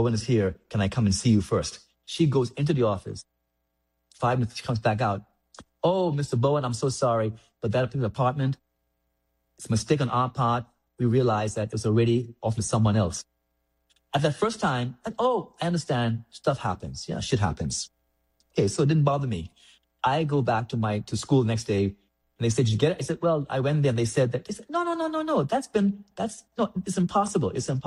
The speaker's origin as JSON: {"language": "English", "town": "Cockburn Town", "country": "Turks & Caicos Islands", "tie": "born or raised there", "said": "I grew up in Grand Turk."}